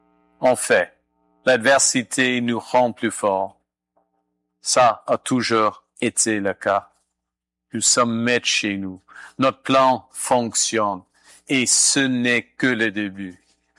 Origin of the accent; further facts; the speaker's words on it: Canada; notre avenir ne se décidera pas à Washington, mais bien chez nous, au Canada.